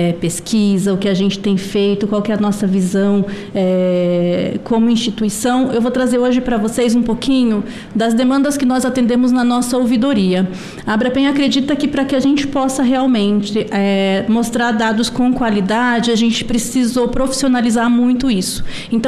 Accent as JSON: {"language": "Portuguese", "town": "Apucarana", "region": "Paraná", "country": "Brazil", "said": "Senador, que é meu conterrâneo paranaense, eu sou lá de Apucarana, interior do estado do Paraná."}